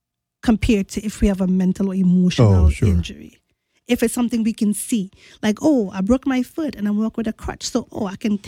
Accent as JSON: {"language": "English", "country": "Trinidad & Tobago", "tie": "born or raised there", "said": "growing up in Trinidad"}